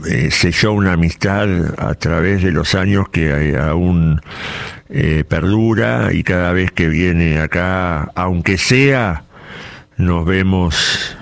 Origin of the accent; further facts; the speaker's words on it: Ciudad Evita, Buenos Aires Province, Argentina; A 5 cuadras de donde yo viví mi adolescencia y donde aún vive mi madre.